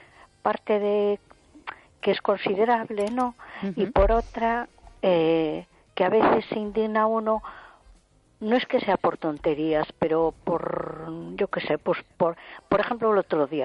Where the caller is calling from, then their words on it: A Coruña, Galicia, Spain; de Coruña.